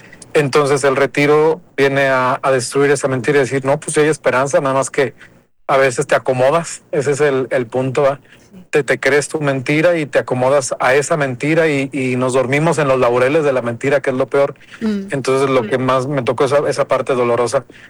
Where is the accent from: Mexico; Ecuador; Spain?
Mexico; Irapuato, Guanajuato; Yo soy de Irapuato, entonces, pero sigo en contacto con ellos